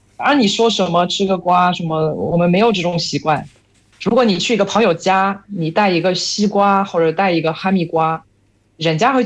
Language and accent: Chinese; France; Chinese is a second language